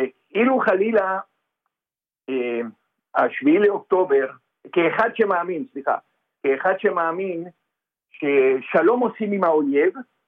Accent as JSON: {"language": "Hebrew", "country": "Argentina", "accent": "Argentine", "second_language": "Hebrew", "moved": "yes", "lives_now": "Israel", "said": "כיהודי גלותי, וכפי שאתה שומע, אני... ארגנטינאי."}